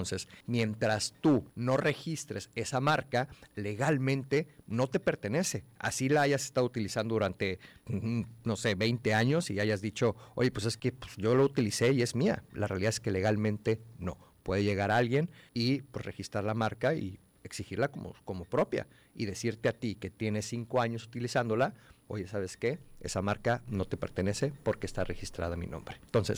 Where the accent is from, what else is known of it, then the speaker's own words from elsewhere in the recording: Tabasco, Mexico; moved away; yo soy tabasqueño